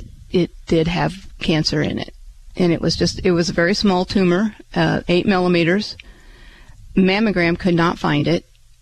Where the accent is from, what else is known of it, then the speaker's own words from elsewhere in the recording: Auburn, Illinois, United States; also born or lived in Edinburg, Illinois; Raised in Auburn. I went to school here, graduated high school